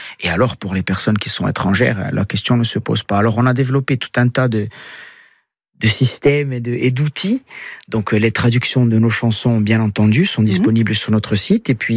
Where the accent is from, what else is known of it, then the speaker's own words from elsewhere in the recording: Corsica, France; l'on vient d'une île de Méditerranée